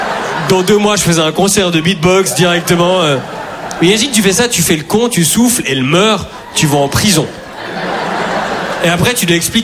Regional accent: Switzerland; je suis un Suisse empreint de neutralité.

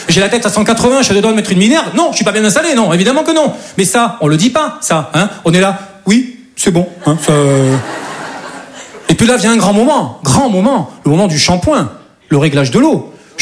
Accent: Southern France, France; now in Paris, France; Je dis ça parce que moi je viens du sud de la France. Et chez nous, c'est un peu plus tranquille, quoi. Et non, et voilà, je suis monté sur Paris, voilà, pour devenir comédien.

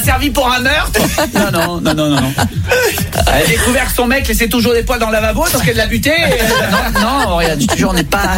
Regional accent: Southern France, France; tu sais que je suis supporter de l'OM parce que je suis du Sud

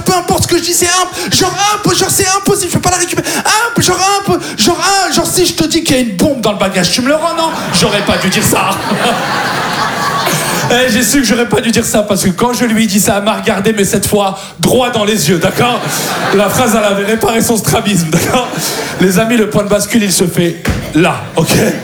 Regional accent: France; je lui dis, je suis français.

